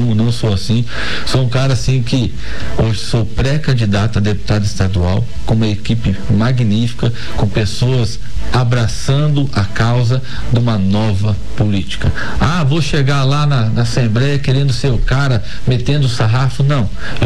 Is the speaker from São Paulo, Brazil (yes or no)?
no; São Gabriel do Oeste, Mato Grosso do Sul, Brazil; Sou de São Gabriel